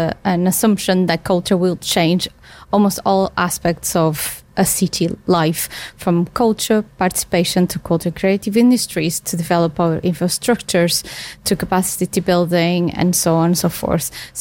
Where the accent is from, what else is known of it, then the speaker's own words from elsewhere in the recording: Porto, Norte, Portugal; But as I mentioned, I come from Portugal and my hometown is Porto, which was European Cup of Culture 2001.